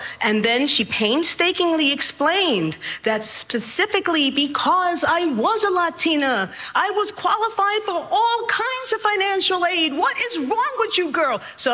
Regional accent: New York City, New York, United States; native New Yorker. I'm also a storyteller and a solo theatrical performer and actor. I'm a natural redhead, and I'm a New Yorican, which means I'm a person of Puerto Rican heritage that was born and raised in New York City.

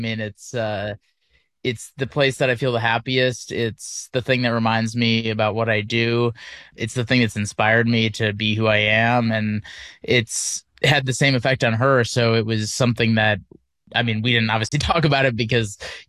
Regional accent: Wisconsin, United States; Yeah, I grew up in Wisconsin, and our version of nature was the 12,000 lakes that the state has.

